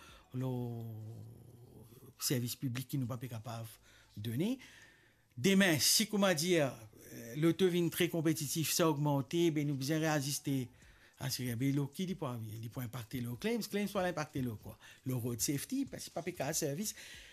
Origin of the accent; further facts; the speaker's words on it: Mauritius; Moi, j'adore mon pays, tous les coins de l'île Maurice